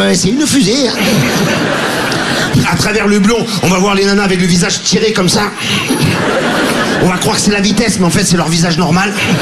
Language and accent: French; Marseille, Provence-Alpes-Côte d'Azur, France; J'ai dit, non, moi aussi, je suis Marseillais, mais.